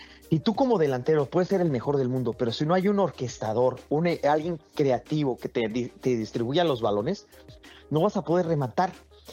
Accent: Mexico; soy mexicano

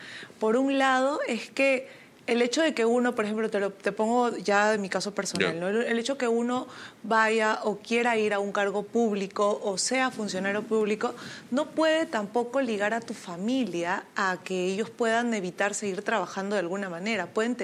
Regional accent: Jauja, Junín, Peru; Yo soy de Jauja, de la primera capital del Perú.

